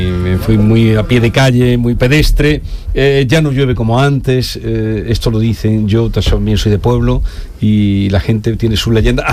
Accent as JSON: {"language": "Spanish", "region": "Andalusia", "country": "Spain", "said": "Yo soy de Los Pedroches, la zona norte de Córdoba."}